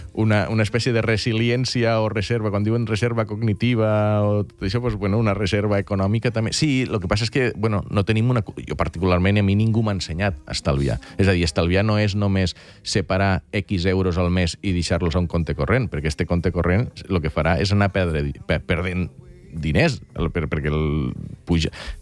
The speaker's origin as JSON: {"language": "Catalan", "region": "Catalonia", "country": "Spain", "also_born_or_lived": "United States", "said": "jo soc de les Terres de l'Ebre."}